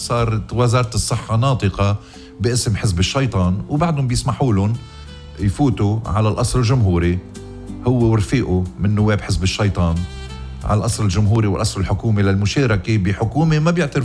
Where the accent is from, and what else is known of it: Lebanon